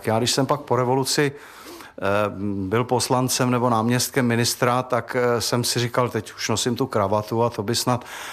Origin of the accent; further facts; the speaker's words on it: Prague, Czechia; Tak, celý život jsem v Praze žil, až do loňského roku.